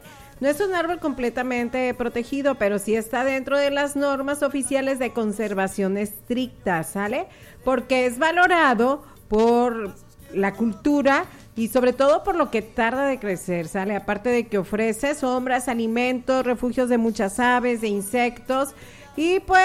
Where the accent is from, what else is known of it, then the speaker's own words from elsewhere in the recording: Mexico; estamos con música así un poquito más regional porque somos mexicanos